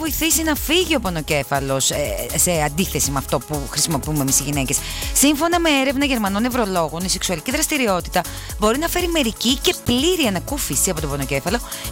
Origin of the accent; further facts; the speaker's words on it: Greece; Καταρχάς είμαι Ελληνίδα.